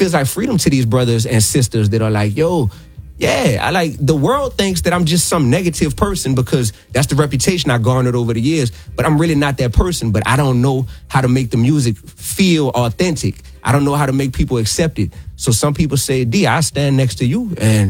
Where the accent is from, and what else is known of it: New Orleans, Louisiana, United States